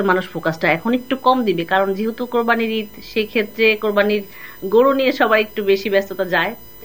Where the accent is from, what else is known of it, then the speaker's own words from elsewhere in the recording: Dhaka, Dhaka Division, Bangladesh; আমরা পুরান ঢাকার মানুষ